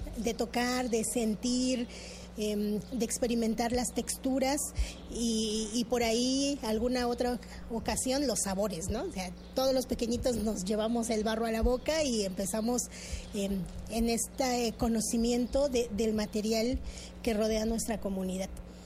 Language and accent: Spanish; Santa María Atzompa, Oaxaca, Mexico; tengo 43 años de edad y soy originaria de Santa María Atzompa, soy alfarera.